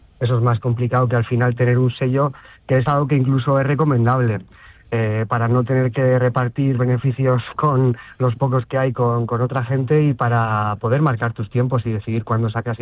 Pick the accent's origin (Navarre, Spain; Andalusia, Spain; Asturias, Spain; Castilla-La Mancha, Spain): Navarre, Spain; Pamplona; Ten en cuenta que nosotros somos de Pamplona, pero tenemos equipo que son de Madrid